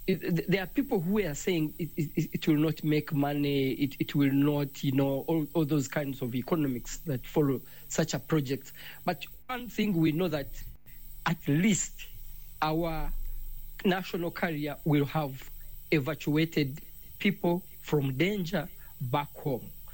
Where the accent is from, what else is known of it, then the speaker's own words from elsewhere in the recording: Uganda; I'm from Uganda.